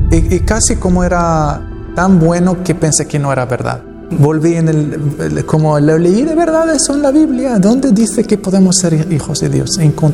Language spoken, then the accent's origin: Spanish; Morocco